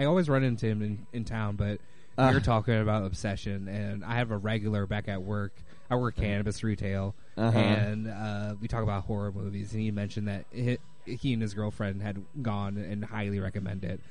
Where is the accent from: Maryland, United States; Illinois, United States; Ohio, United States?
Illinois, United States; Chicago; And it's in Chicago, like my hometown.